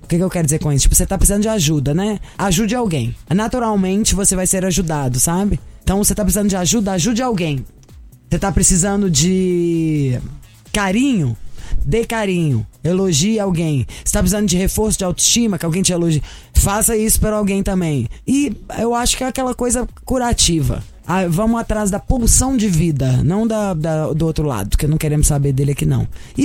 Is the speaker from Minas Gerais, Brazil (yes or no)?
yes; Minas Gerais, Brazil; Sou de Minas, onde se bebe demais.